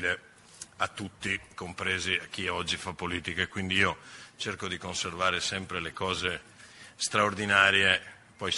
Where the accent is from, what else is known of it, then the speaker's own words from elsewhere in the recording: Calalzo di Cadore, Veneto, Italy; cioè a 10 chilometri da casa mia, io sono di Calalzio di Cadore, quindi sono particolarmente legato a Wojtyła.